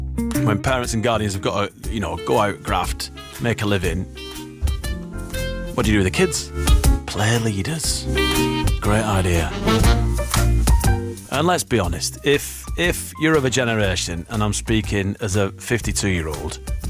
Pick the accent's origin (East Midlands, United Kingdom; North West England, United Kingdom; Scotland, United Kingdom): North West England, United Kingdom; we grew up on the West Pennine Moors, where there's loads of quarries and landfills and all that kind of stuff.